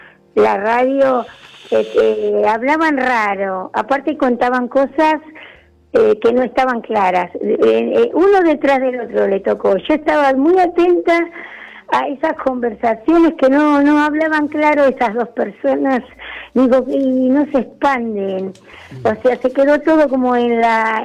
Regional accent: Tucumán, Argentina; yo soy tucumana.

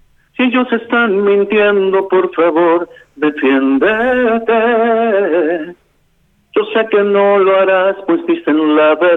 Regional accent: Puerto Madryn, Chubut, Argentina; Que yo soy de Madryn.

